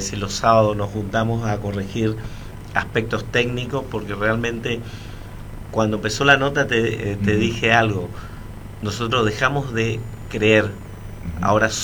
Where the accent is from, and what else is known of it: Argentina; now in Oberá, Argentina